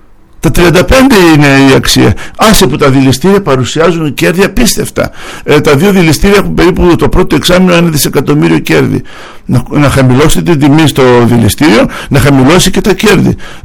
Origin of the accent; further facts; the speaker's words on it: Greece; Ξέρετε ότι σαν Έλληνες έχουμε το υψηλότερο ποσοστό ιδιωτικών δαπανών υγείας